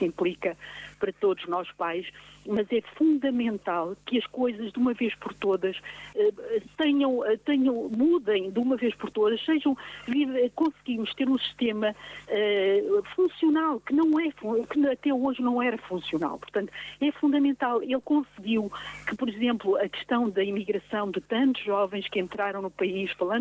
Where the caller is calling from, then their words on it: Portugal; como português, todos nós, como portugueses, queremos realmente um Portugal diferente.